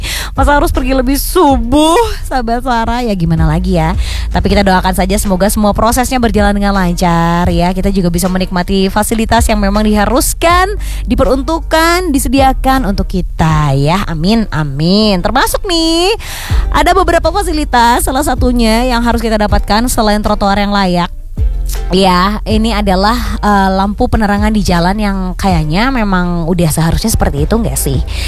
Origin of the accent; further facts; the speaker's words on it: Bandung, West Java, Indonesia; sebagai warga Kota Bandung